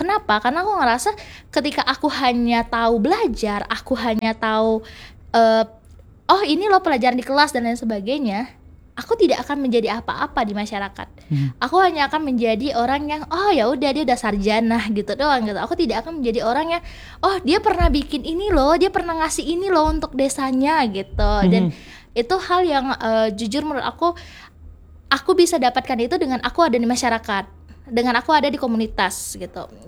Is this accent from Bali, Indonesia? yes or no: no; West Kalimantan, Indonesia; aku sebagai anak Kalbar dulu pernah ngerasain sekolah ditutup gara-gara asap.